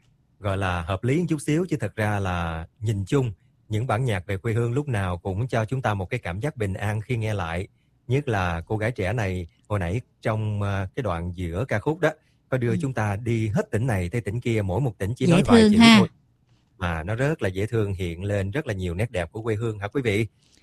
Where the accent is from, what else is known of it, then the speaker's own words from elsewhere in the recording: Mekong Delta, Vietnam; Mình để cho … sinh năm 2000 này đưa mình về miền Tây quê hương mình đi.